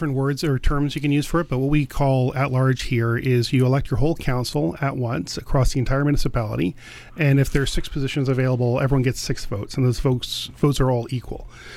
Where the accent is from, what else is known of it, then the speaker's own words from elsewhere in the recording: Delta, British Columbia, Canada; my hometown of Delta